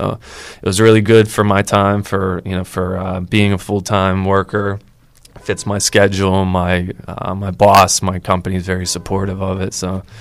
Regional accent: Greensburg, Pennsylvania, United States; I'm from Westmoreland County. I'm from Greensburg. I went to the University of Pittsburgh, graduated in 2012.

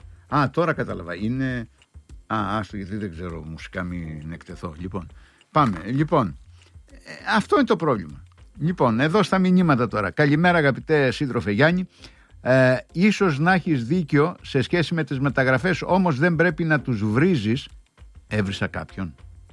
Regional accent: Crete, Greece; αν το άκουγε κάποιος από την πατρίδα μου, θα έλεγε από την Έμπαρο Κρασί και από τη Βιάνο Λαάδη.

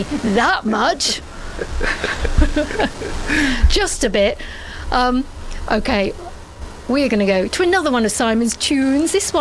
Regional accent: Great Yarmouth, East of England, United Kingdom; I grew up in Great Yarmouth.

